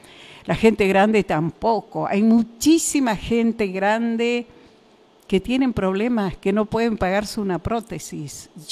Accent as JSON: {"language": "Spanish", "country": "Argentina", "said": "Somos todos argentinos"}